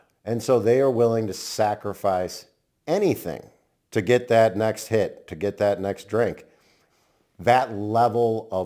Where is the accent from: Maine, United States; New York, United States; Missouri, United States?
Missouri, United States; St. Louis; born there; I was born in St. Louis, Missouri.